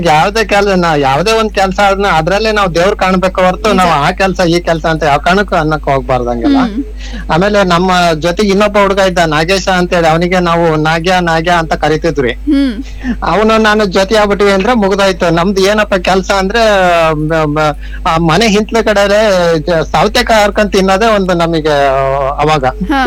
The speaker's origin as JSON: {"language": "Kannada", "area": "Rameshwara", "region": "Karnataka", "country": "India", "tie": "born or raised there", "said": "ರಾಮೇಶ್ವರ ಅಂತೇಳಿ ನಮ್ಮ ಹತ್ರ ರಾಮೇಶ್ವರ ನಮ್ಮ ಊರು"}